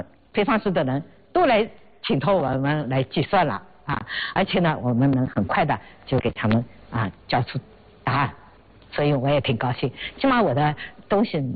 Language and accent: Chinese; China; 我们中国人真的站起来了